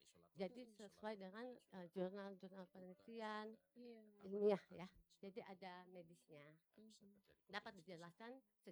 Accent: Kupang, East Nusa Tenggara, Indonesia; kembali ke Kupang ya. Saya anak daerah asli Kupang.

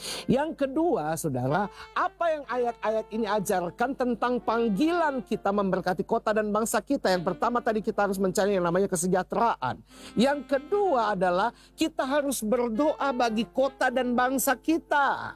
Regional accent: Indonesia

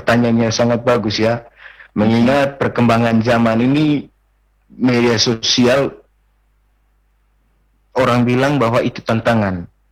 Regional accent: Manggarai, East Nusa Tenggara, Indonesia; Itu ketakutan terbesar saya sebagai orang Manggarai, lebih khusus sebagai pewaris budaya.

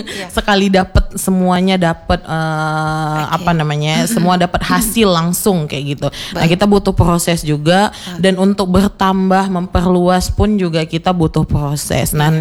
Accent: Aceh, Indonesia; kita orang Aceh

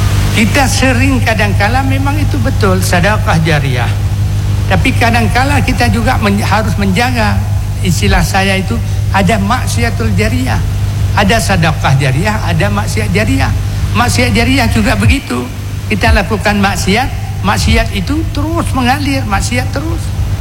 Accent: Aceh, Indonesia; moved away; Saya orang Aceh

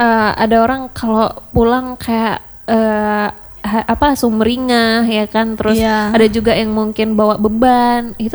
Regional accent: Indonesia; kita orang Indo ini

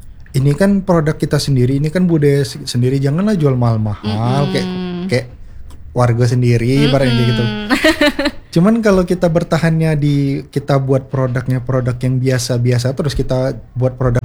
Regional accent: Bengkulu, Indonesia; moved away; keluar dari Bengkulu pernah ngalami nih. Tiap kali kita kenalan, halo perkenalkan … saya dari Bengkulu.

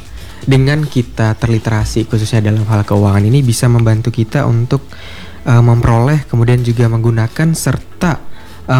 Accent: Palembang, South Sumatra, Indonesia; now in Palangkaraya, Indonesia; Iya, sukunya Bali, agamanya Hindu, tapi tinggal dan besarnya di Sumatera Selatan. Baru sekarang domisilinya di Palangkaraya karena berkuliah di sini.

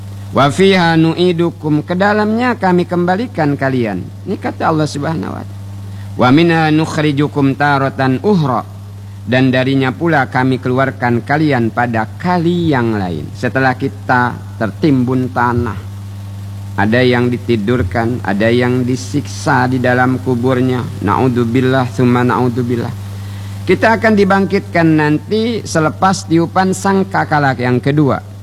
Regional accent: Bangka Belitung Islands, Indonesia; Semak, kata kita orang Bangka, tumbuh ilalang, tumbuh pohon, tidak pernah terawat.

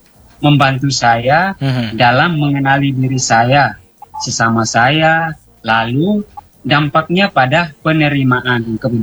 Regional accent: East Nusa Tenggara, Indonesia; moved away as an adult; saya juga tahu diri saya berasal dari etnis atau suku Dawan Timur. Sebagai orang Timur

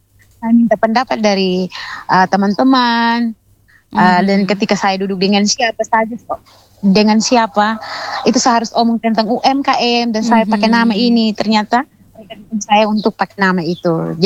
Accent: East Nusa Tenggara, Indonesia; karena desa saya itu Teniu, nama desa saya itu Teniu Manu.

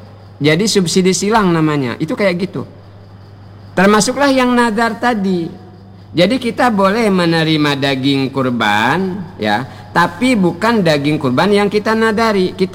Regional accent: Bangka Belitung Islands, Indonesia; Kata kita orang Bangka dak buruk sigung.

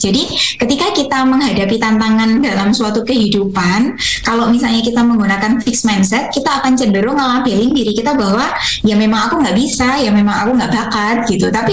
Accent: Java, Indonesia; kebetulan kan saya orang Jawa

